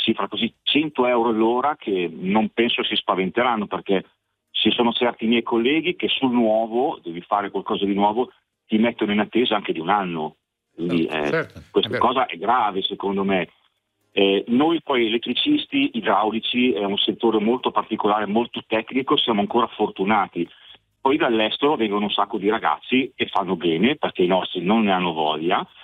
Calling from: Lombardy, Italy; Della provincia di Cremona, un piccolo paesino di Barolo del Re.

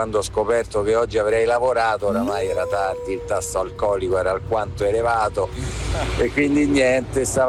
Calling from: Rome, Lazio, Italy

